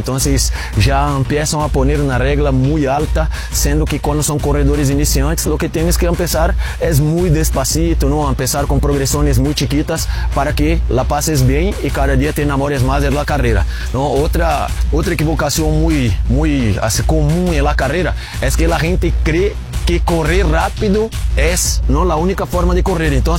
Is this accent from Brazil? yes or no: yes; Brazil; Spanish is a second language; moved away as an adult; now in Mexico City, Mexico; Yo soy brasileño, como escucharon, llevo 20 años en México.